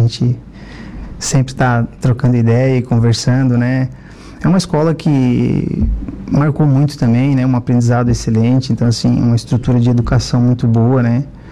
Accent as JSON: {"language": "Portuguese", "town": "Araranguá", "region": "Santa Catarina", "country": "Brazil", "tie": "born or raised there", "said": "eu sou nascido aqui, nascido e criado em Araranguá, no bairro Mato Alto"}